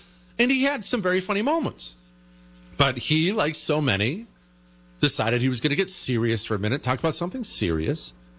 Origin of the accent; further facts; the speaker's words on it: Montana, United States; now in Texas, United States; I grew up in Montana where they have militias up there. I currently live in Texas. I've been all over the South.